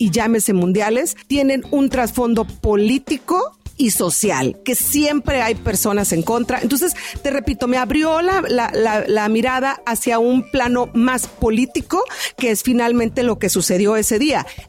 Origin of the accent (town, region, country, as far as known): Mexico